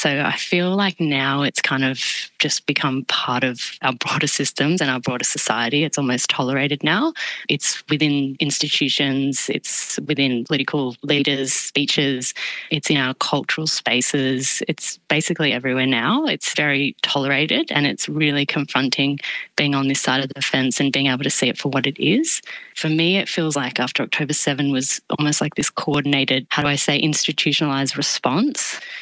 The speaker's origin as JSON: {"language": "English", "country": "Australia", "said": "we both come from varied cultural backgrounds. I'm Greek Australian myself, and something that I'm very proud of."}